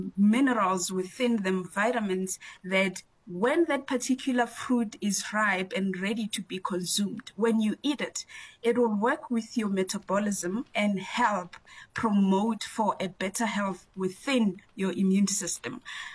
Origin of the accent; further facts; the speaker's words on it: Limpopo, South Africa; I grew up in Limpopo